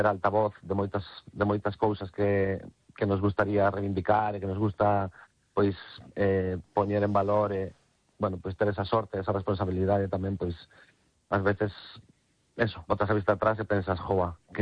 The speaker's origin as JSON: {"language": "Galician", "region": "Galicia", "country": "Spain", "said": "Entendía que seríamos vascos, pero nada máis, non. Somos galegos 100%."}